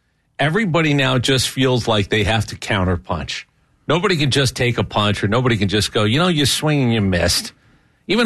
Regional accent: United States; As an American, it's my right to say this

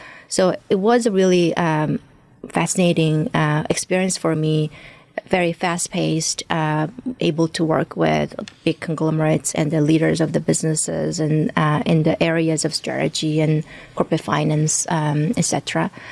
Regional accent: South Korea; born or raised there

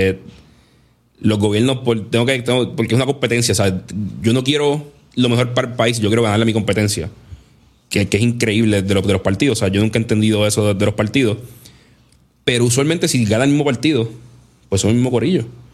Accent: Puerto Rico

